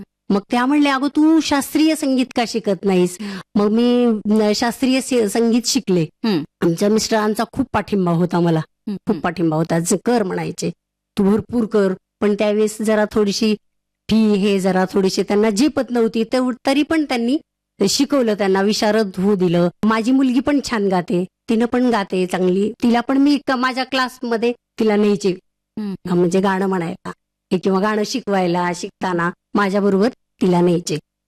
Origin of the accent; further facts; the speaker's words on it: Pangaon, Maharashtra, India; moved away as an adult; तर माझं माहेर पानगाव.